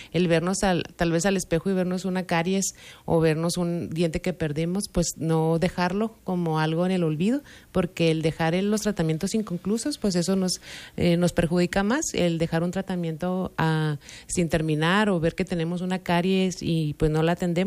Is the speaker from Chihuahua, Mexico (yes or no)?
yes; Delicias, Chihuahua, Mexico; somos de aquí de Delicia